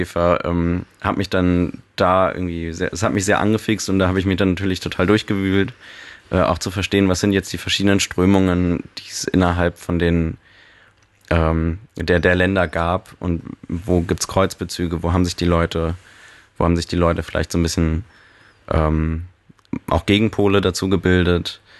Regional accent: Berlin, Germany; ich komme ursprünglich aus der Berliner Vorstadt

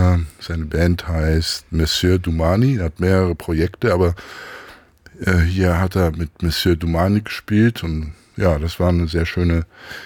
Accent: Cyprus; first language Greek; German is a second language; moved away; ich bin ja auf Zypern geboren, entsprechend und aufgewachsen. So entsprechend bin ich quasi mit Griechisch aufgewachsen. Besser gesagt zypriotisch. Das ist nochmal so ein Dialekt.

